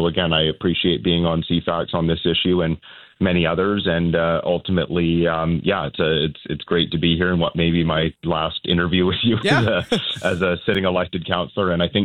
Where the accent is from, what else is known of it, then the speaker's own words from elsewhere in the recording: Central Saanich, British Columbia, Canada; coming in and being, born and raised in Central Saanich, we definitely used and well used the Peninsula Recreation Facility